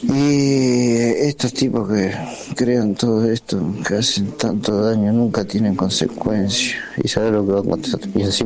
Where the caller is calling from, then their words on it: Concepción del Uruguay, Entre Ríos, Argentina; de Concepción del Uruguay.